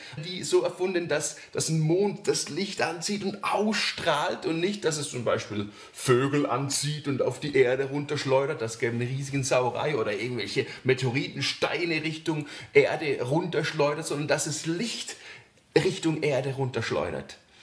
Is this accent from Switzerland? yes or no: yes; Switzerland; Unangenehme für mich als Schweizer.